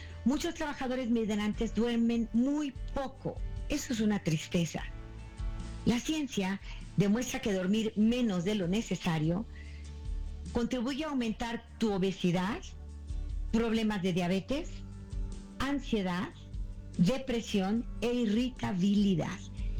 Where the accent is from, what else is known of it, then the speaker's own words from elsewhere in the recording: Mexico; En mi país, México